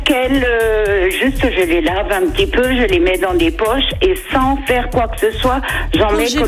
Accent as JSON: {"language": "French", "region": "Grand Est", "country": "France", "tie": "born or raised there", "moved": "yes", "lives_now": "Landes, France", "said": "Je suis originaire d'Alsace."}